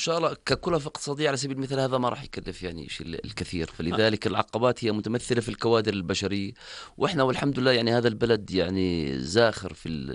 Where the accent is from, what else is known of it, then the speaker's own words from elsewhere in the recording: Jordan; المستخدمة عندنا في الأردن